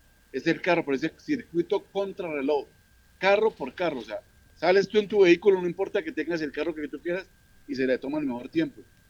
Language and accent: Spanish; Tunja, Boyacá, Colombia; born there; now in Yopal, Colombia; Yo nací acá en Tunja, yo vivo en Yopal, pero yo nací acá en Tunja